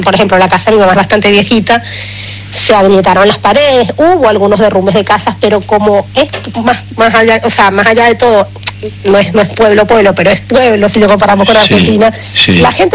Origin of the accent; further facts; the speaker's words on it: Venezuela; uno lo que siente como venezolano es una tristeza, es como decir, Dios mío, ¿hasta cuándo vamos a sufrir los venezolanos?